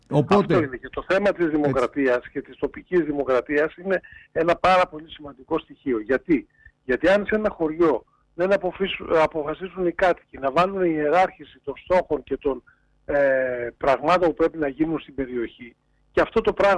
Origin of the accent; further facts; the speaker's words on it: Kapsala, Central Greece, Greece; moved away; εγώ κατάγομαι από τα Κάψαλα, έναν οικισμό της παλαιάς κοινότητας Στηραίων, του μετά Δήμου Στηραίων και νυν τώρα Δήμου Καρίστου.